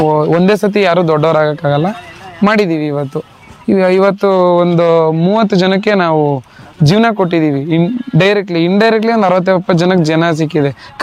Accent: Devi Halli, Karnataka, India; Mandya district Nagamangala taluk ದೇವಿ ಹಳ್ಳಿ ಅಂತ ನಮ್ಮ ಗ್ರಾಮ.

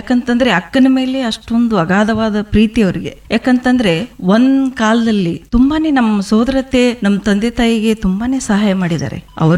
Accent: Halatti, Karnataka, India; ನನ್ನ ಬಾಲ್ಯ ಅಂತಂದ್ರೆ ಹುಟ್ಟಿ ಬೆಳೆದದ್ದು ಮೇಡಮ್ ನಾನು ಚಿಕ್ಕೋಡಿ ತಾಲೂಕ ಹಾಲಟ್ಟಿ ಅನ್ನುವಂಥ ಗ್ರಾಮ.

